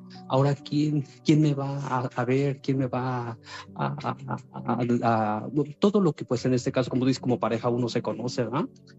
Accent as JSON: {"language": "Spanish", "region": "Tlaxcala", "country": "Mexico", "said": "Somos de Tlaxcala, por cierto."}